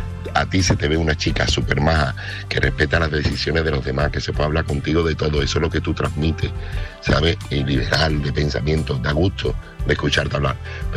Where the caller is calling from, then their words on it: Seville, Andalusia, Spain; corresponsal de Sevilla